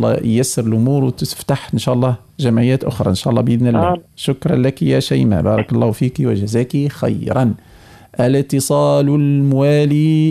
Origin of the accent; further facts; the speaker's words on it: Tunisia; accent: Tunisian; احنا بلهجتنا التونسية